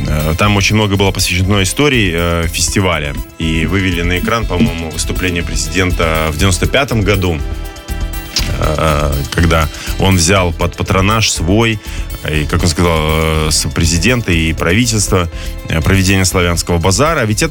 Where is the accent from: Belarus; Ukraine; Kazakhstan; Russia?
Belarus; Этапы того, что мы, белорусы, доказывали, мы можем, мы способны.